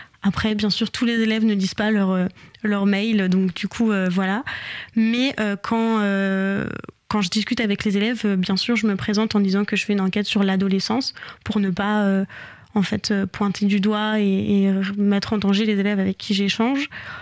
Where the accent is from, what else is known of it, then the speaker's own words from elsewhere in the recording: Bourgogne-Franche-Comté, France; moved away; Moi, à la base, je viens donc de Bourgogne